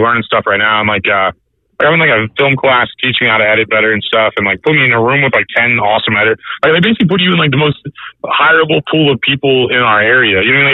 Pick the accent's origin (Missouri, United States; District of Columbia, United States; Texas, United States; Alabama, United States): Missouri, United States; O'Fallon; I'm from, like, you're close to there. Yeah. I'm from St. Charles County originally.